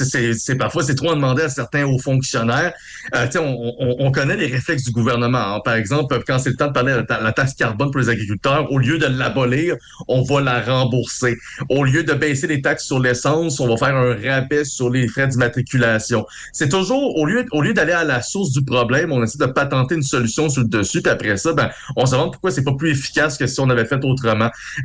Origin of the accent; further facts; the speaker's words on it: Canada; en tant que Canadien, on s'entend